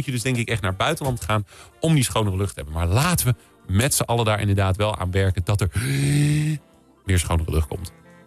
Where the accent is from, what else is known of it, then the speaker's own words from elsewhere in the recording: Hoofddorp, North Holland, Netherlands; ik kom dan zelf uit Hoofddorp